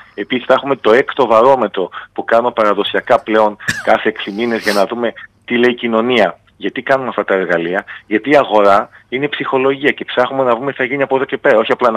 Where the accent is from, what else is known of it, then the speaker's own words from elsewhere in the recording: Northern Greece, Greece; moved away; στη Βόρεια Ελλάδα, την πατρίδα μου